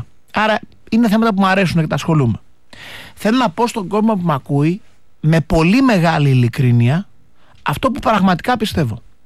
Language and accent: Greek; Greece; Το χρωστάμε ως Έλληνες στο Μητσοτάκη.